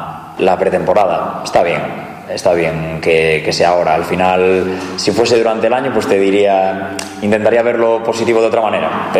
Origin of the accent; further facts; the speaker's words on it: Galicia, Spain; Como gallego, no quiero ser más gallego que el Orballo, pero te diré que depende.